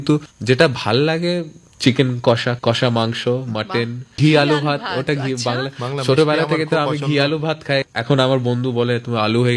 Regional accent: Kolkata, West Bengal, India; যদি আমি বাঙালি তার আমার কলকাতায় থাকতে হবে, আমি আর কোনো জায়গায় যেতে চাই না।

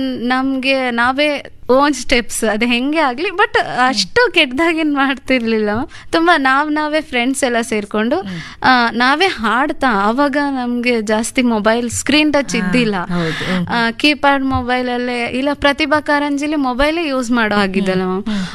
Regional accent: Kunemadi, Karnataka, India; ನಮ್ದು ಕುಣೆಮಾದಿ ಹಳ್ಳಿ ಅಂತ, ಕೊಟ್ಟೂರ್ ಹತ್ರ, ಹರಪನಹಳ್ಳಿ ತಾಲೂಕು, ವಿಜಯನಗರ ಡಿಸ್ಟ್ರಿಕ್ಟ್ ನಮ್ದು. ಅಲ್ಲಿ ನಮ್ದು ಒಂದು ಚಿಕ್ಕ ಗ್ರಾಮ, ಆದ್ರೂ ನಮ್ಮ ಬಾಲ್ಯದ ದಿನಗಳು ತುಂಬಾ ಚೆನ್ನಾಗಿತ್ತು.

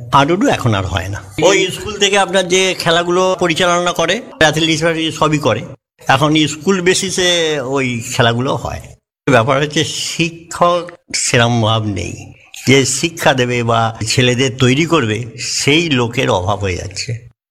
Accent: West Bengal, India

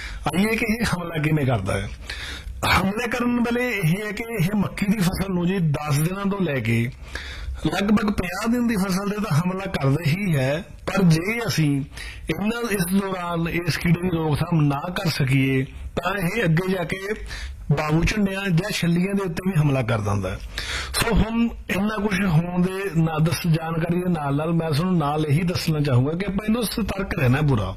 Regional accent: Punjab, India

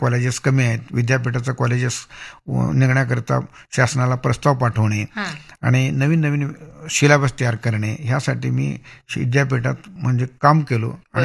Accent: Tikondi, Maharashtra, India; मी स्वतःहून तिकोंडीतनं शिकून तिकोंडीचा जन्म घेऊन मी बाहेर शिकत होतो आणि माझ्या गावी शिकायला बाहेर गावातून लोक येत होतं

